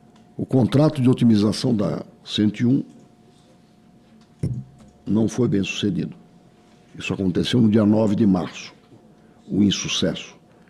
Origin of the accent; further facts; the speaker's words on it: Santa Catarina, Brazil; nós catarinenses temos uma padroeira que é mulher